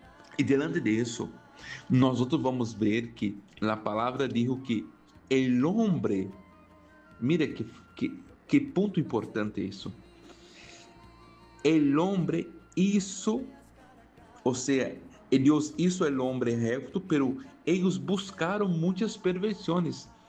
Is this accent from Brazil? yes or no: yes; Brazil; first language Portuguese; Spanish is a second language; now in Spain; yo estoy aquí sí, en España haciendo un trabajo misionero, pero yo soy brasileño. Entonces nosotros en Brasil hablamos el portugués. Nuestro idioma es el portugués y tenemos ahí, vamos a decir, un poco de dificultad para hablar el español.